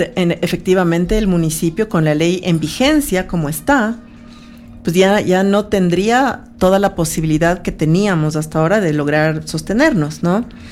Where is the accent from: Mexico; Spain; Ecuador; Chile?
Ecuador